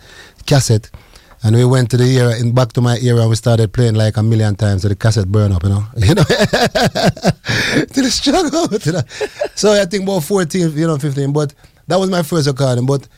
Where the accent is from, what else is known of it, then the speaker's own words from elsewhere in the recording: Jamaica; now in United States; Because when I came from Jamaica, I left and went straight into the ghetto.